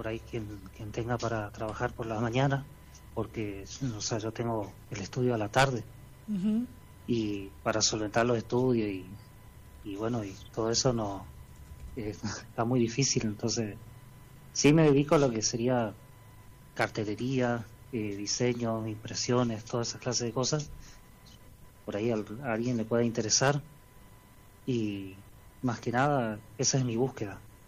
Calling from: Quitilipi, Chaco, Argentina; Soy de Quitilipi

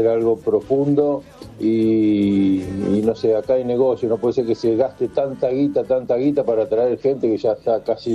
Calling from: Lobos, Buenos Aires Province, Argentina

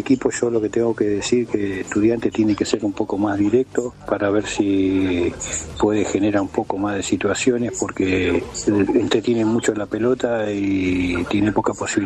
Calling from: Los Hornos, Buenos Aires Province, Argentina

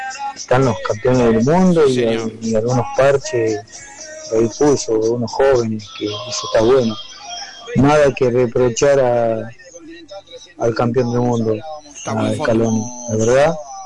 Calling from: La Plata, Buenos Aires Province, Argentina; soy de La Plata.

